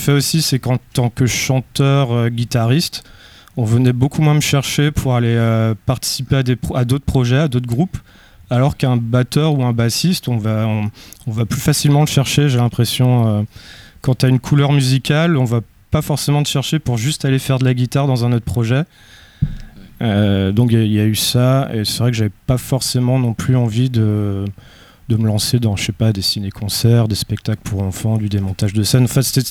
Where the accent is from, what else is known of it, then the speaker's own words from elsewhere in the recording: Brittany, France; je viens du Finistère.